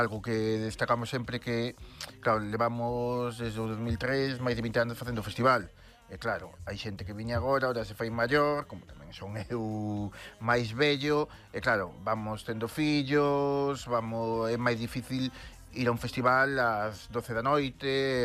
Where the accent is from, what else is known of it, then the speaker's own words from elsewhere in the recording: Vilaxoán, Galicia, Spain; somos xe de Vilaxoán, da Terra das Revenidas, onde se canta moi ben e se bañan as mantidas.